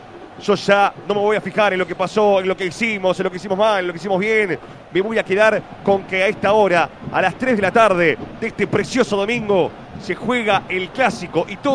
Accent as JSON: {"language": "Spanish", "country": "Argentina"}